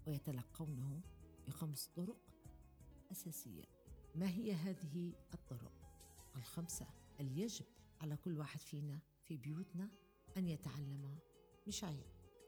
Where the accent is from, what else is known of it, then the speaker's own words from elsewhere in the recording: Libya; يمكن أن نحن كمجتمع ليبي